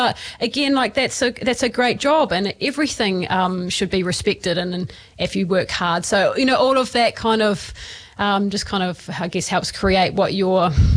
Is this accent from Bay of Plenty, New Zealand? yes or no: no; Inglewood, Taranaki, New Zealand; So growing up in England was awesome.